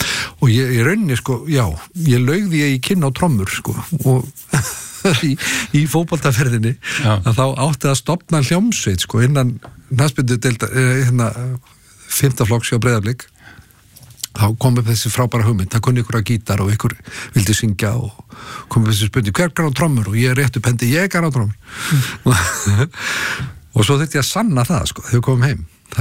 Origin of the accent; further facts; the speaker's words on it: Kópavogur, Capital Region, Iceland; also born or lived in Long Island, New York; Já, já, ég elst upp í Kópavogur.